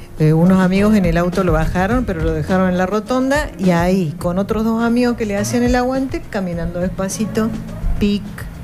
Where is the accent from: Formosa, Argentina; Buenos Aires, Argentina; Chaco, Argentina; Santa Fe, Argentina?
Santa Fe, Argentina; Rosario; now in Córdoba, Argentina; Nosotros somos rosarinos.